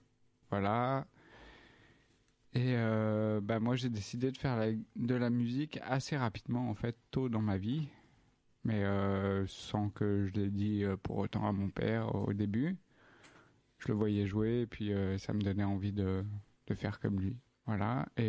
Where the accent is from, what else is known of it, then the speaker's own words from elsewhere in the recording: Paris, Île-de-France, France; born there; je suis né à Paris, 13e arrondissement.